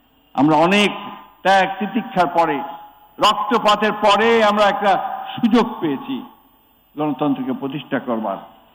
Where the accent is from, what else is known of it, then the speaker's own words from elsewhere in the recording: Bangladesh; আমার জন্ম এখানে, আমার শৈশব কেটেছে এখানে, আমার স্কুল জীবন এখানে